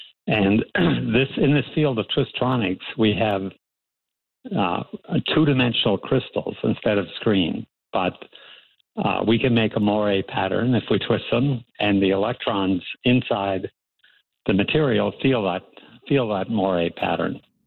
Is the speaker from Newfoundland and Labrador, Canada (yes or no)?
no; Antigonish, Nova Scotia, Canada; moved away as an adult; also born or lived in Toronto; So I grew up in the town of Antigonish, Highland Drive.